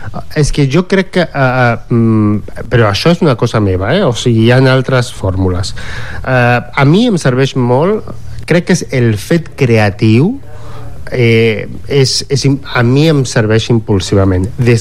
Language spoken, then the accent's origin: Catalan; Argentina; em ve que és el primer llenguatge que jo vaig aprendre abans d'aprendre a escriure castellà, perquè soc d'Argentina.